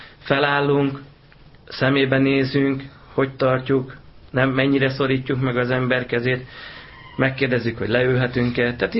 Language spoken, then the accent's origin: Hungarian; Hungary; mink cigányok, jó magyarok vagyunk.